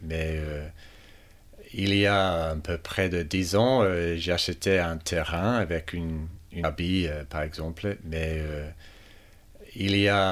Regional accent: Melbourne, Victoria, Australia; French is a second language; Oui, justement, je suis né à Melbourne, mais je ne savais pas trop de France avant quand j'étais à l'école et je n'étais pas un très bon élève en français.

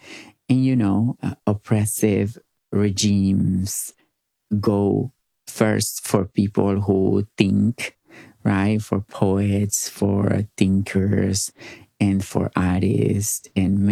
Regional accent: Gálvez, Santa Fe, Argentina; English is a second language; You love to talk about my hometown. I was born in Ciudad de Galvez. Most people live from agriculture. The town is very little and everybody knows you

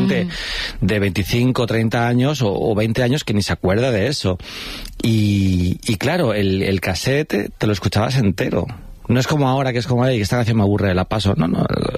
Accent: Alcorcón, Community of Madrid, Spain

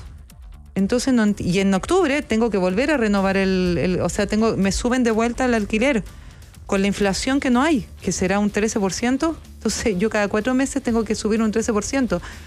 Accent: Chile; moved away as an adult; now in Buenos Aires, Argentina; porque soy chilena

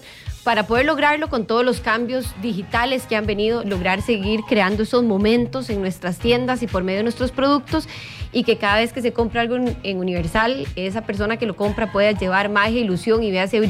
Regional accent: Costa Rica; los valores que nosotros como costarricenses tenemos.

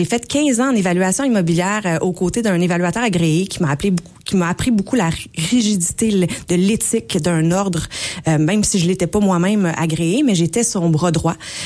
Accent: Joliette, Quebec, Canada; Mais non, je suis née à Sainte-Marie-Salomé, mais ma petite enfance, à partir de 8 ans, on a déménagé au Carrefour du Moulin.

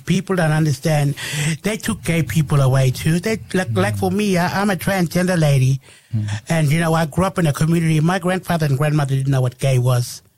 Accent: Australia; We are Australian. We're the First Nation, darling.

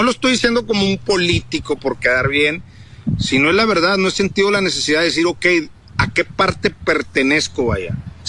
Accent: Texas, United States; born there; ¿tú de qué parte de México eres o dónde naciste? Digo yo, en Texas.

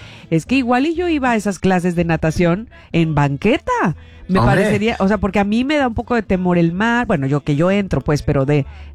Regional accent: Veracruz, Mexico; Yo soy jarocha y no sé nadar.

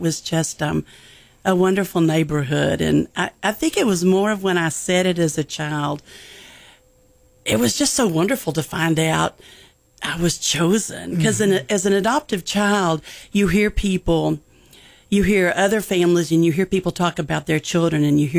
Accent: Denison, Texas, United States; also born or lived in Wichita Falls, Texas; And I grew up in Denison, Texas, which is right at the Red River border, right at the border up there of North Texas, about 75 miles north of Dallas.

